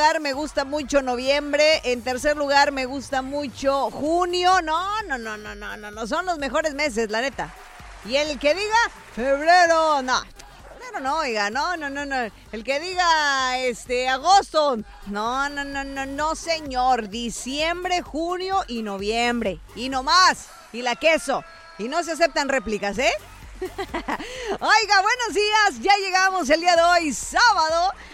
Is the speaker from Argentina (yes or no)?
no; Mexico; somos mexicanos